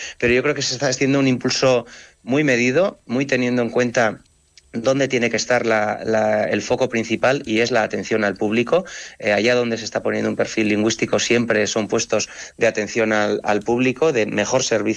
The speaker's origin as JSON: {"language": "Spanish", "region": "Navarre", "country": "Spain", "said": "los euskaldunes en Navarra somos un 15%."}